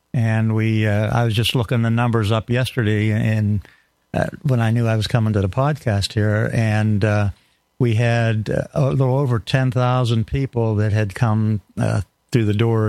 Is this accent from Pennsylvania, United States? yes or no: yes; Pennsylvania, United States; moved away; I grew up in Pennsylvania, west central PA in the mountains.